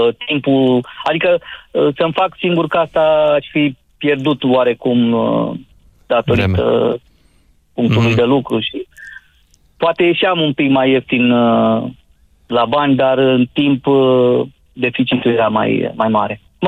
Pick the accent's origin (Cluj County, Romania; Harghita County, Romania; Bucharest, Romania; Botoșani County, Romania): Bucharest, Romania; moved away as an adult; now in Domnești, Romania; am spus Domnești, dar sunt din Domnești de câteva luni de zile. Mutat cu subiectului, născut, crescut, Colentina Andronache.